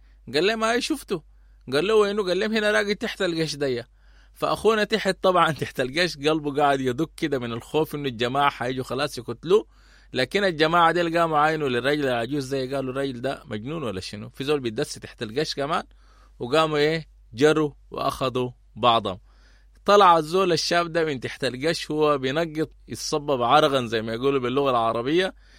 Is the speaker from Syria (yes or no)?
no; Sudan; accent: Sudanese colloquial; وأحيانا بنلقى في كلمات بلهجتنا نحن السودانية العامية،